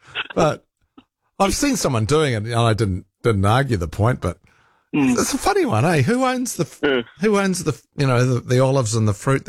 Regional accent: Rotorua, Bay of Plenty, New Zealand; So like I grew up in Rotorua. My parents built a house there.

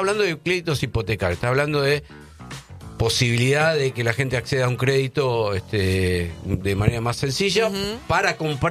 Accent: Temperley, Buenos Aires Province, Argentina; also born or lived in Lanús; Sí, yo nací en Lanús, pero desde muy chiquito me fui a vivir a Temperley y viví casi toda mi vida en Temperley, así que no frecuenté tanto la zona de Lanús, tanto.

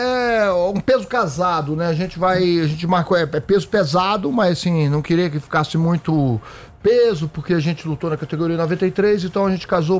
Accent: Minas Gerais, Brazil; Então, eu sou do interior de Minas, eu sempre gostei de esportes, principalmente esporte de luta

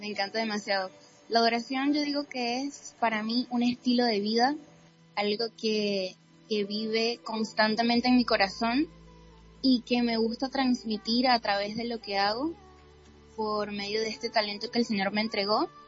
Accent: San Fernando de Apure, Apure, Venezuela; Soy de Venezuela.

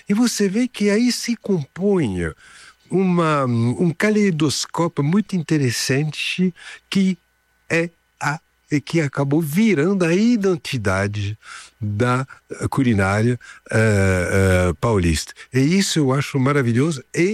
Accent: France; now in Brazil; Eu sou brasileiro de origem francesa.

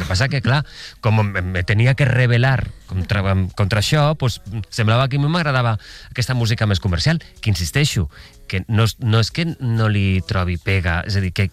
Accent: Alberic, Valencian Community, Spain; moved away as an adult; also born or lived in Barcelona; now in Madrid, Spain; soc d'una comarca, que es diu la comarca de la Ribera, he crescut allà, vinc cada cap de setmana

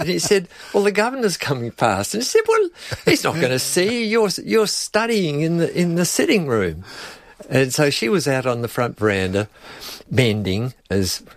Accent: Kapunda, South Australia, Australia; born there; Yes, we're country people. Yeah, I was born in Kapunda.

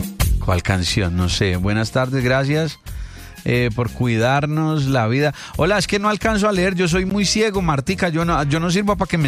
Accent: Colombia; todos somos colombianos

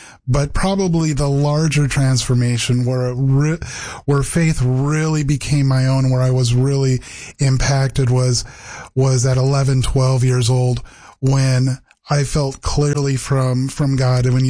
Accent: Vancouver, Washington, United States; also born or lived in South America; I grew up right here in the Pacific Northwest in Vancouver, Washington. Was born and raised there, but quickly after graduating from the university, I actually found myself down in South America.

